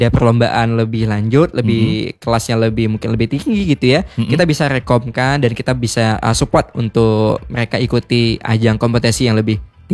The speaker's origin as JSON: {"language": "Indonesian", "area": "Siak Kecil, Bengkalis", "region": "Riau", "country": "Indonesia", "moved": "yes", "lives_now": "Pekanbaru, Indonesia", "said": "Kalau aku asalnya memang dari Siak Kecil Bengkalis."}